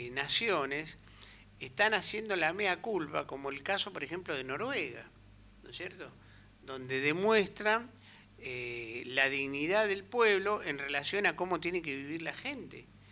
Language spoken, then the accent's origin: Spanish; Argentina; nosotros somos argentinos y malvineros.